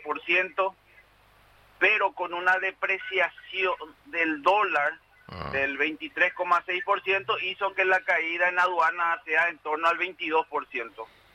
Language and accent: Spanish; Paraguay; como paraguayo confío en el equipo.